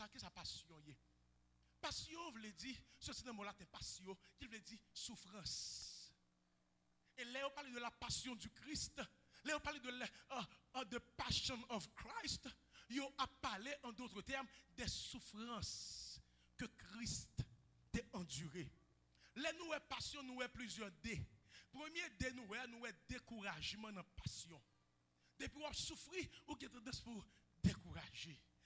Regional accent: Haiti; En tant qu'haïtien, en tant que pasteur haïtien, je ne peux pas courir sous texte.

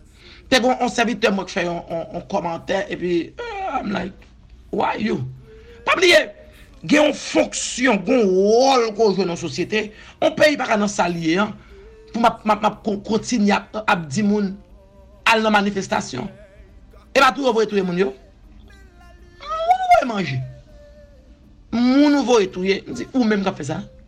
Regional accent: Haiti; Pas de problème, je suis haïtien

